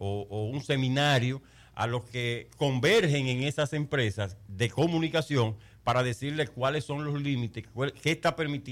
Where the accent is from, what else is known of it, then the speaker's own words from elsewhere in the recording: Mao, Valverde, Dominican Republic; Yo soy de la Gastón Fernando de Lima.